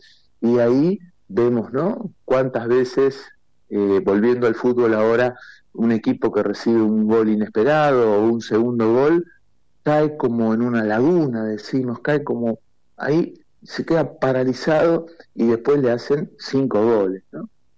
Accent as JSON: {"language": "Spanish", "country": "Argentina", "said": "Nosotros como sociedad argentina somos realmente muy, muy resilientes."}